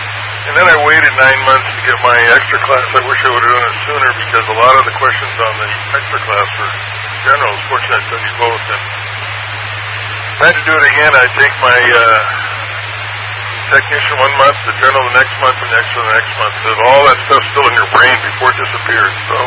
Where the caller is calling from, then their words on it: Kirkland, Washington, United States; … in Kirkland.